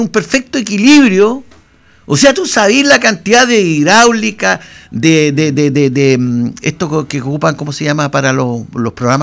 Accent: Chile; como chileno, como ciudadano

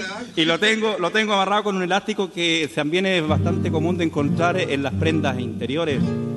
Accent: Chile; me recuerda a las fiestas campesinas de mi tierra, Playa Linda, Molco Alto, Lefún, allá por Conquil.

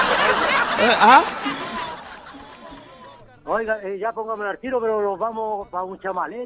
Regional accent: Chile; born there; yo nací en Santa Cristóbal

